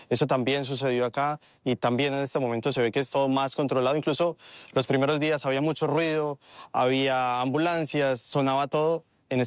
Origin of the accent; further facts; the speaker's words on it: Colombia; aunque soy colombiano